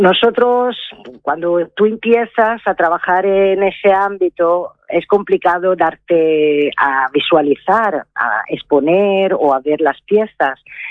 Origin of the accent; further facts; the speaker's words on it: Florence, Tuscany, Italy; Spanish is a second language; now in El Campello, Spain; Pues yo soy de Italia, de Florencia, y vivo en Alicante desde hace 20 años, en el Campello, exactamente.